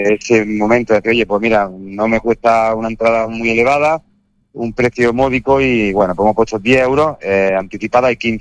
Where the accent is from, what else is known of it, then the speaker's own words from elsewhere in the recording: Granada, Andalusia, Spain; en mi tierra, en mi Granada